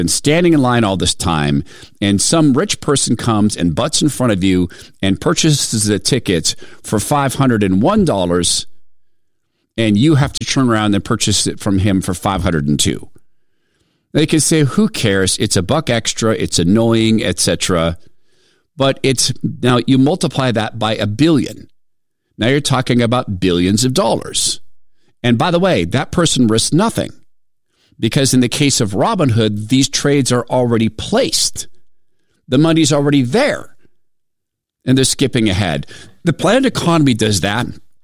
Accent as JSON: {"language": "English", "town": "Spokane", "region": "Washington", "country": "United States", "tie": "born or raised there", "said": "I grew up in Spokane, Washington, and there's many people who were plenty happy and created plenty of happy lives for themselves working in, say, Kaiser Aluminum."}